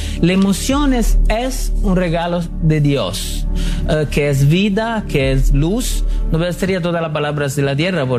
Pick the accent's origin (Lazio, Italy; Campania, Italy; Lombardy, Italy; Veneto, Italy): Lazio, Italy; Rome; Spanish is a second language; moved away as an adult; Yo nací y crecí en Roma, sí. Y estudié la universidad en Roma.